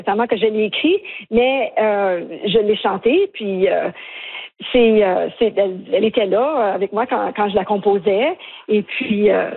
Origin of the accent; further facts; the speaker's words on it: London, Ontario, Canada; Je suis chanteuse de London, Ontario, et je chante en français.